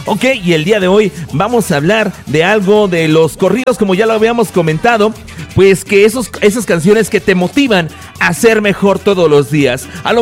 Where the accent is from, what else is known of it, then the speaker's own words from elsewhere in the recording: Mexico; música que como mexicanos nos identifican